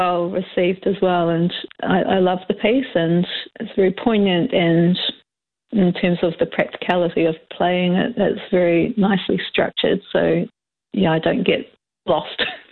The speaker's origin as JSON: {"language": "English", "town": "Christchurch", "region": "Canterbury", "country": "New Zealand", "tie": "born or raised there", "also_born_or_lived": "Burnham", "moved": "yes", "said": "Yeah, so I grew up in Christchurch, just in suburban Christchurch, and then moved out to a little farm near Burnham. So I went to Lincoln High, so I grew up in the country in my teenage years."}